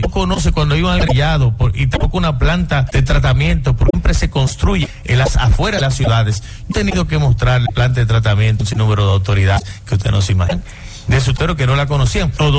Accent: Dominican Republic; Soy el sexto dominicano graduado en Desarrollo Humano

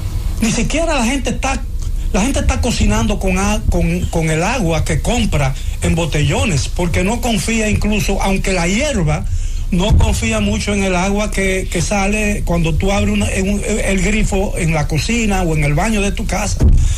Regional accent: Santo Domingo, Distrito Nacional, Dominican Republic; also born or lived in Barahona / San Juan; yo nací en Barahona, viví 3 años en San Juan, pero yo me considero un capitaleño.

